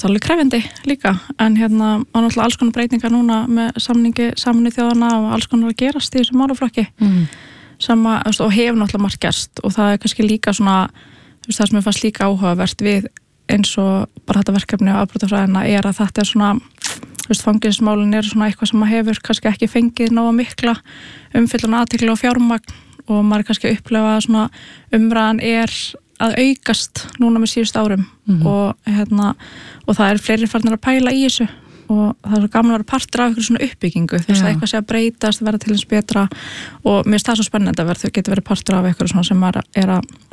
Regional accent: Reykjavík, Capital Region, Iceland; ég ólst upp í Breiðholti og var í Hólabrekkskóla og flutti hana í hérna Gaggó í Fossvoginn

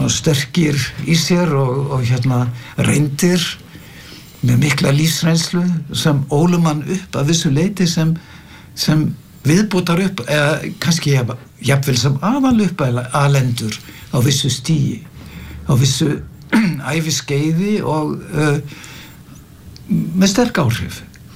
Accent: Stóragiljá, Northwestern Region, Iceland; Ég var uppalinn svona hálfuleiti á Stórugiljá, Norður Húnaþingi

